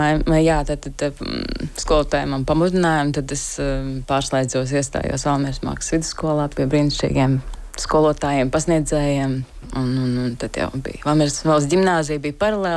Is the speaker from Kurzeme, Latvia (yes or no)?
no; Cēsis, Cēsis Municipality, Latvia; Cēsis. Esmu Cēsu, nāku no Cēsīm.